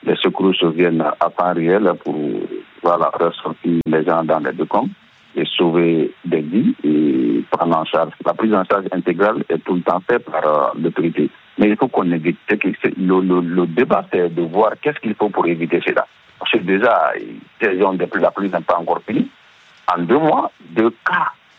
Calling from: Guinea; Et l'effondrement des immeubles actuellement chez nous en Guinée nous inquiète beaucoup.

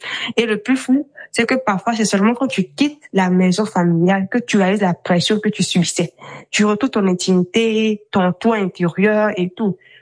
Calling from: Abidjan, Côte d’Ivoire; je vis à Abidjan, Côte d'Ivoire. J'ai fait 4 ans, j'aurai bientôt 25 ans en octobre prochain et je vis toujours en famille, c'est-à-dire avec mes parents.

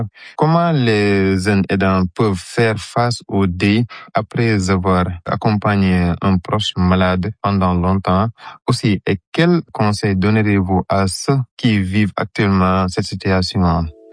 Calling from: Dakar, Senegal; j'ai 21 ans. Je suis étudiant en deuxième année de licence. Aussi, je vis à Dakar.

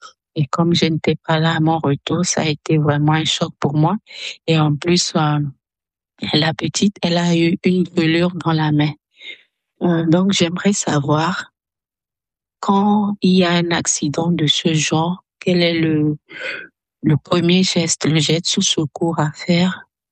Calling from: Lomé, Maritime, Togo; J'ai 39 ans et je suis à Lomé au Togo.

